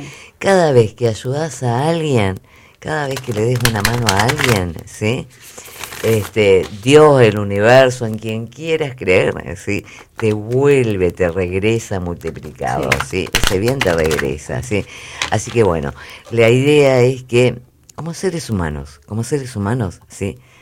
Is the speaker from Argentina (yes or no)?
yes; Argentina; así somos los argentinos.